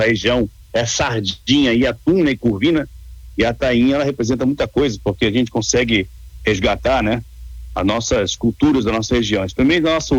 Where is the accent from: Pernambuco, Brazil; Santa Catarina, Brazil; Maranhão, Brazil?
Santa Catarina, Brazil; Itajaí; Nós somos da Capital Nacional da Pesca